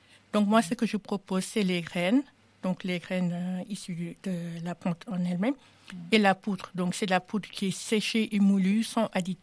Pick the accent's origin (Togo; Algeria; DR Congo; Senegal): Senegal; moved away as an adult; now in France; je suis d'origine sénégalaise. Je suis née au Sénégal. J'ai grandi là-bas jusqu'à mes 19 ans. Et donc, quand je suis venue ici